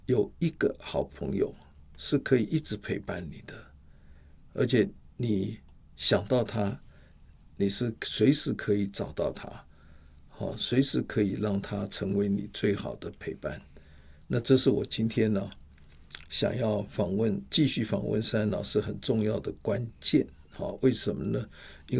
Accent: Taiwan; 我们台湾人最会想到那个歇后那首歌嘛

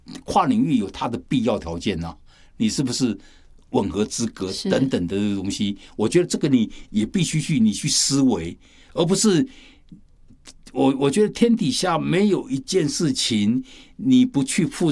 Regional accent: China; 我们中国人讲的是事倍功半

